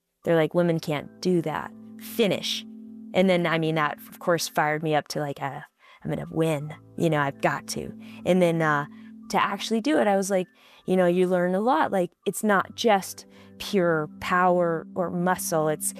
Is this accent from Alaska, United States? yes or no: yes; Alaska, United States; And I'm from Alaska.